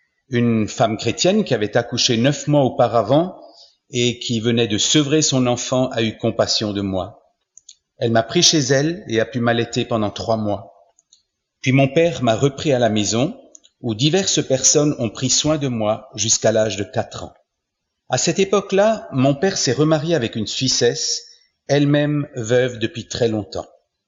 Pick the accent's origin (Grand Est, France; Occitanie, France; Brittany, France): Grand Est, France; Mulhouse; born there